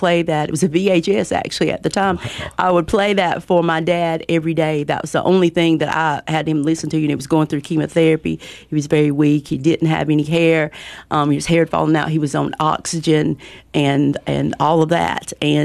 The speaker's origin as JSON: {"language": "English", "town": "St. James", "region": "North Carolina", "country": "United States", "tie": "born or raised there", "moved": "as an adult", "lives_now": "Buckhead, United States", "said": "Yeah, so I'm from a little community right outside of Lake Waccamaw called St. James. Grew up there, got married and moved to Buckhead, so I've been there about 32 years or so. And I am from the Waccamaw Suwan tribe"}